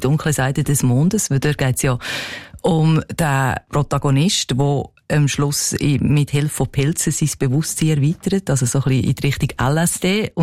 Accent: Switzerland; wenn man als Schweizer unterwegs ist, oder? Man hat immer das Gefühl, wir sind halt so, ja, schaut ein bisschen die Schweiz, oder?

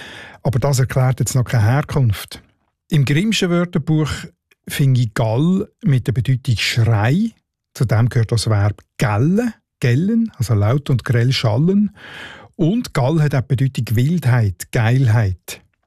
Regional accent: Northwestern Switzerland, Switzerland; accent: Northwestern Swiss German; Ich würde dem ja Geukel sagen, in meinem Nordwestschweizer Dialekt.

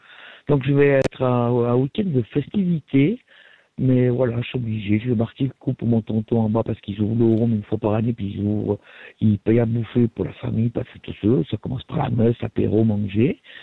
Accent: Valais, Switzerland; Parce que j'ai des emmerdes, je suis du Valais, j'ai des flics au cul parce que je me promène à pieds nus

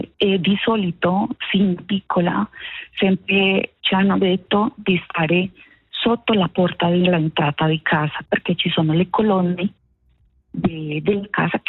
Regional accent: Pereira, Risaralda, Colombia; moved away as an adult; also born or lived in Switzerland; now in Medellín, Colombia; io sono nata proprio nella città di Pereira, in questo momento abitiamo a Medellín. Pereira è una zona completamente sismica. Io sono nata e cresciuta fino a che sono partita per l'Europa a 18-19 anni.

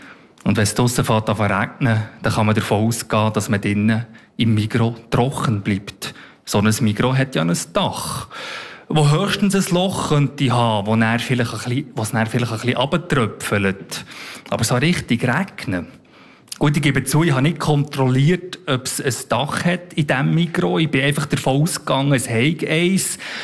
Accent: Bern, Switzerland; now in Zurich, Switzerland; Ich komme ursprünglich aus dem Emmental, wohne jetzt aber schon seit längerem in Zürich.

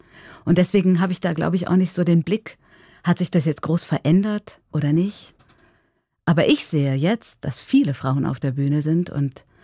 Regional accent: Germany; now in Kollbrunn, Switzerland; Ich bin eine Deutsche und ich wohne in Kolbrunn.

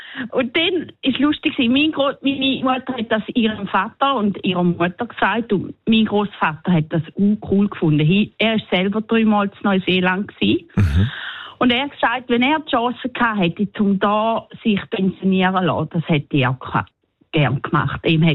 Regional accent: Switzerland; now in New Zealand; Als Schweizer ist man manchmal ein bisschen, ein bisschen ungewöhnlich.

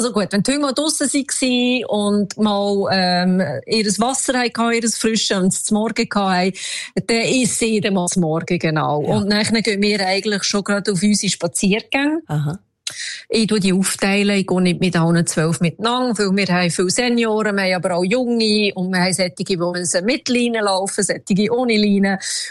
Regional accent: Romandy, Switzerland; first language French; German is a second language; Und ich bin ja gebürtige Welsche, also Französisch meine Muttersprache.

